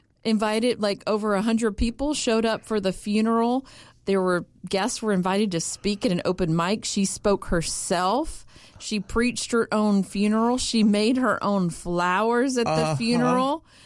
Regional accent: Macon, Georgia, United States; my hometown, Macon, Georgia.

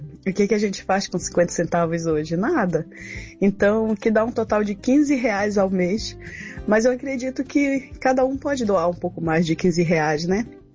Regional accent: North Region, Brazil; Bom, eu sou do norte do Brasil e aprendi a gostar do frio.

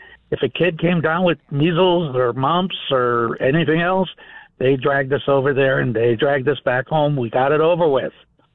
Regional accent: East Coast, United States; moved away; I'm from the East Coast originally.

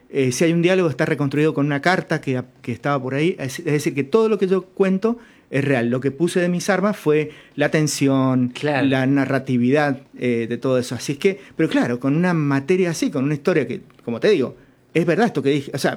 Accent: San Martín, Mendoza, Argentina; Y sí, se vinieron hasta mi casa, yo soy de San Martín

